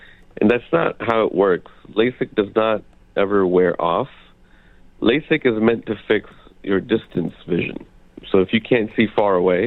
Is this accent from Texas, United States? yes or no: yes; Tyler, Texas, United States; now in Plano, United States; Plano is kind of a second home. I grew up in Tyler, Texas, but we spent a lot of time coming back to the Frisco Plano area.